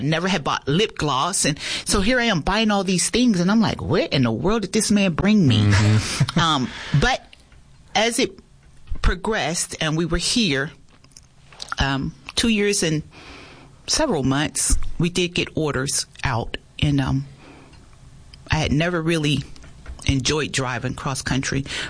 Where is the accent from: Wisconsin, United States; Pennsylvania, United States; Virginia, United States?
Pennsylvania, United States; Philadelphia; moved away as an adult; now in Yuma, United States